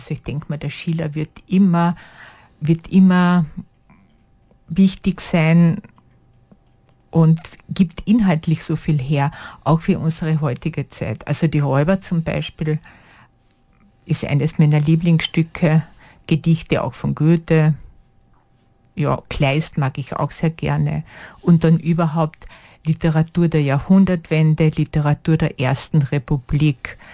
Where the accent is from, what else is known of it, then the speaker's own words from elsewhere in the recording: Carinthia, Austria; now in Vienna, Austria; Ich bin gebürtige Kärntnerin. Mein Lebensmittelpunkt ist in Wien und seit einiger Zeit bin ich auch sehr oft in Gröbming